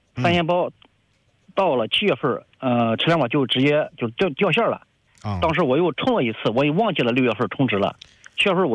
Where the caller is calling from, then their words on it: Jinan, Shandong, China; 我是济南当地的。